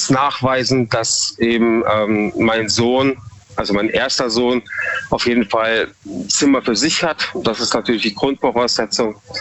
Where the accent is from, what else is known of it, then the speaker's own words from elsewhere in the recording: Munich, Bavaria, Germany; now in Freiburg, Germany; Also ich bin ursprünglich aus Bayern, mhm. Ja, Münchner Kindl. Und bewusst bin ich damals eben nach Eichstätten, also nach Freiburg gezogen, um mich einfach so ein bisschen zu distanzieren.